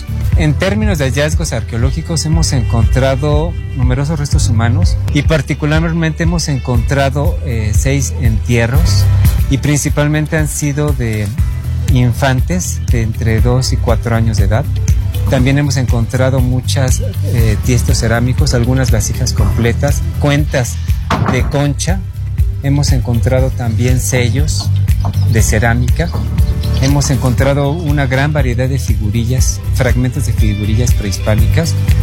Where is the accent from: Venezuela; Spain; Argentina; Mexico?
Mexico; la herencia cultural que tenemos como mexicanos.